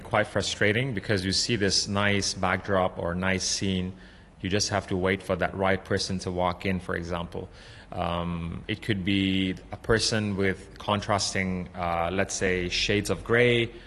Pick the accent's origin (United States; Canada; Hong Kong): Hong Kong; I was born and bred here. I've seen Hong Kong transform from the 80s until now.